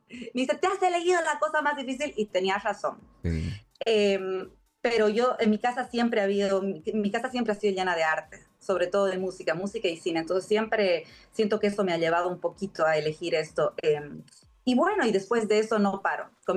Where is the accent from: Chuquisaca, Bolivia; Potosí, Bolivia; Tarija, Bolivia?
Tarija, Bolivia; moved away as an adult; also born or lived in Buenos Aires; yo soy de Tarija, una tarijeña 100% orgullosa de su pago.